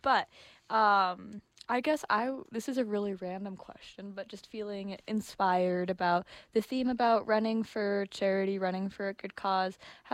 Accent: Sandy, United States; moved away; In my hometown in Sandy

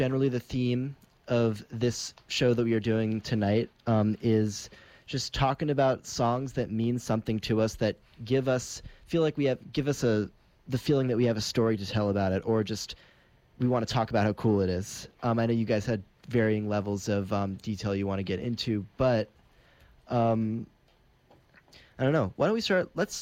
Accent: New York, United States; I am from New York, and I am currently studying psychology and doing stuff here.

